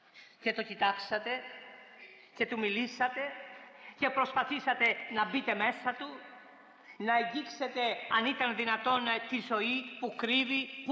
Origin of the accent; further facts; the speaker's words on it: Corfu, Ionian Islands, Greece; Και είναι ακριβώς αυτό για το οποίο έψαχνα χρόνια πολλά στο νησί μου, στην Κέρκυρα.